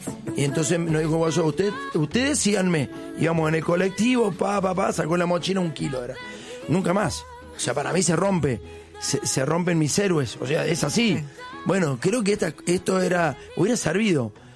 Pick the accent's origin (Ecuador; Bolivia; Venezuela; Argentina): Argentina; Es lo mismo, eso somos los argentinos, me jode.